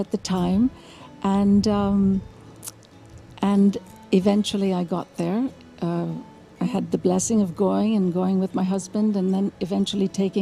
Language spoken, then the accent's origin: English; India; born there; I was born in India, so I do have an Indian name